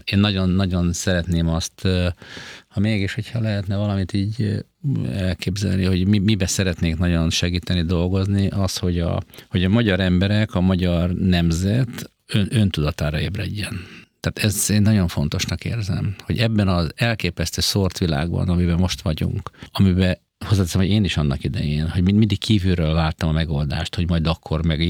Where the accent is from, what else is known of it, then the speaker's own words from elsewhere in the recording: Hungary; born there; nekem itt van dolgom, azért születtem ide.